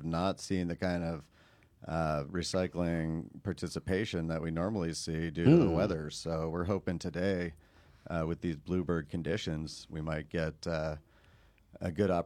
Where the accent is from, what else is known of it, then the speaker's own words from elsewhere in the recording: United States; as an American